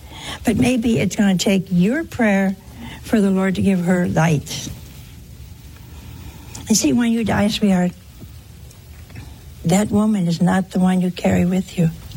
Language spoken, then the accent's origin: English; Ohio, United States; Oh, hey, that's my home state.